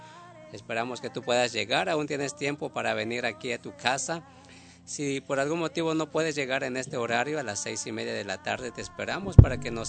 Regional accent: Mexico; now in United States; yo soy de México y nací en México

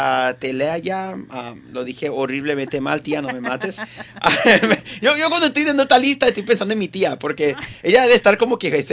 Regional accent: Venezuela; soy venezolano y sé qué es eso.

